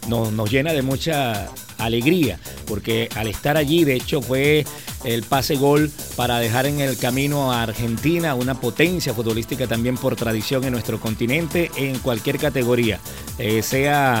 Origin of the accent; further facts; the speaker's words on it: Venezuela; como venezolanos y como gracitanos